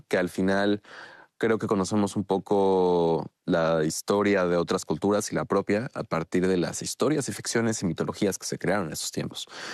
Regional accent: Puebla, Mexico; yo vengo de México, pero hago cine desde el estado de Puebla, ¿no? De la ciudad de Puebla.

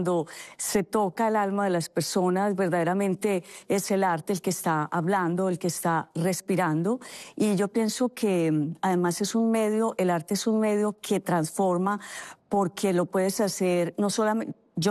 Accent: Colombia

